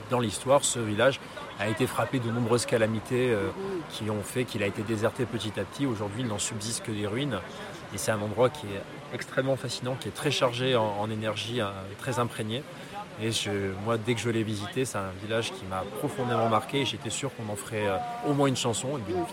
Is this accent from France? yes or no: yes; Southern France, France; On vient du sud de la France